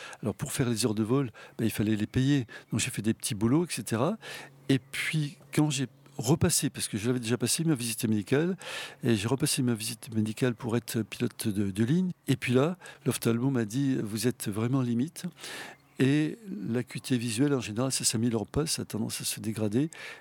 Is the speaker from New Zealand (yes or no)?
no; Toulouse, Occitanie, France; Et quand on est toulousain, on a envie de devenir pilote. C'était mon cas et c'était mon rêve.